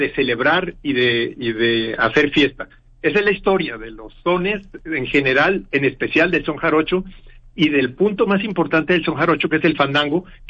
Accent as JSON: {"language": "Spanish", "country": "Colombia", "moved": "as an adult", "lives_now": "Mexico", "said": "Yo llegué de Colombia, vine a estudiar composición."}